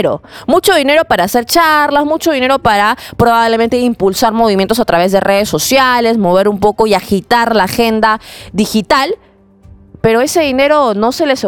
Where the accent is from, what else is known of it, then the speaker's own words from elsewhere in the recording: Peru; nosotros, como peruanos